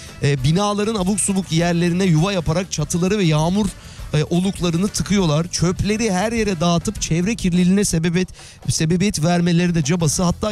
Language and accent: Turkish; Adalar, Istanbul, Turkey; Yani çocukluğum benim işte adalarda geçti, gidiyorduk işte hala işte teyzemler, akrabalarımız orada, bilen biliyor.